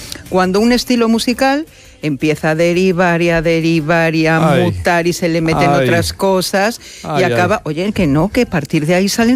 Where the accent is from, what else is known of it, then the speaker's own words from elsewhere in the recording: Mexico; Vamos a viajar de nuevo, volvemos al siglo XIX y en mi país, en México